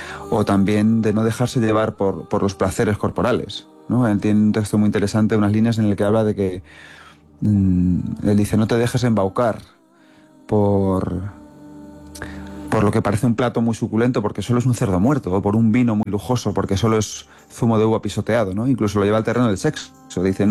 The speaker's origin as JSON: {"language": "Spanish", "town": "Manzanares", "region": "Castilla-La Mancha", "country": "Spain", "tie": "born or raised there", "said": "Yo siempre digo que es como cuando yo era pequeño y estaba en mi pueblo, ¿no? Yo soy un pueblo de Ciudad Real muy chiquitín, de Manzanares. Bueno, no tan chiquitín, somos 15-18 mil."}